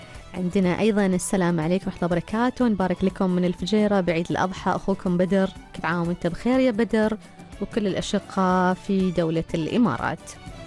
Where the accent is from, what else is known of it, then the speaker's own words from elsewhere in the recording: Oman; بلدنا عمان